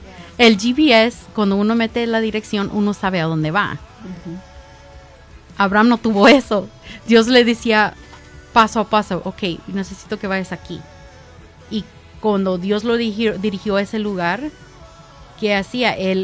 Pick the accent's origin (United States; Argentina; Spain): United States; Tennessee; born there; yo estoy en mi país, yo nací aquí.